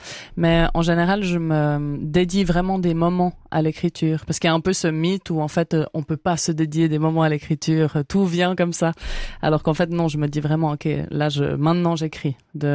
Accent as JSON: {"language": "French", "country": "Switzerland", "tie": "born there", "first_language": "French", "said": "même si je suis née en Suisse et puis que ma langue maternelle, au final, ben, c'est le français, même si je parle aussi italien"}